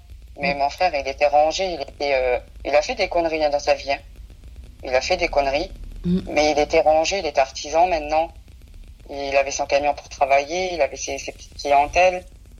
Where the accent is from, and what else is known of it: France